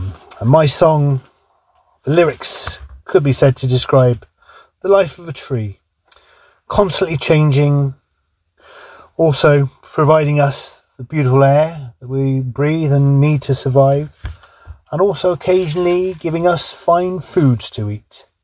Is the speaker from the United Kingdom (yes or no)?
yes; Kingswood, South West England, United Kingdom; I grew up in Kingswood in East Bristol, a great place to grow up.